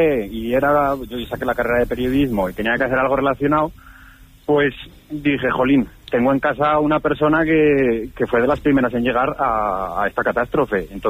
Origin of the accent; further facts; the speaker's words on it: Jaca, Aragon, Spain; porque soy de Jaca y porque mi padre pues fue una de las primeras personas en llegar.